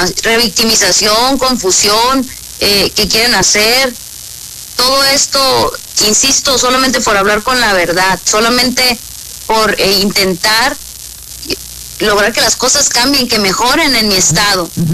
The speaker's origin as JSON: {"language": "Spanish", "region": "Sinaloa", "country": "Mexico", "said": "soy norteña, soy sinaloense"}